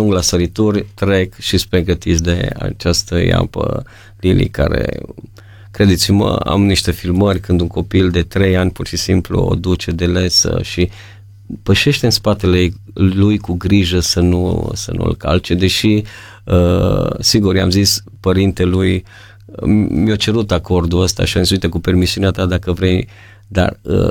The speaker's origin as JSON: {"language": "Romanian", "region": "Maramureș County", "country": "Romania", "said": "noi suntem din Maramureș"}